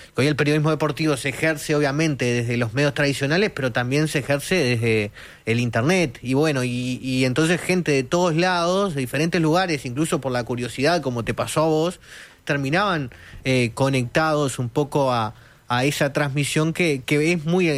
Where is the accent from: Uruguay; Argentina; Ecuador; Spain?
Uruguay